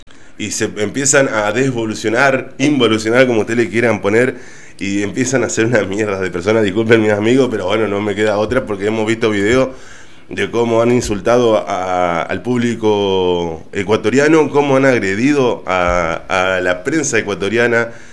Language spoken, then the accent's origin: Spanish; Argentina; yo también voy a rescatar esto de nosotros los argentinos.